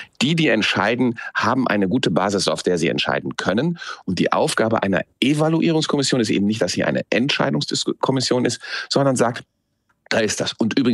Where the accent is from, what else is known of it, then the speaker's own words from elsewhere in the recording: Krefeld, North Rhine-Westphalia, Germany; Der geborene Uerdinger und Niederrheiner, das ist ja die Fortentwicklung des Rheinländers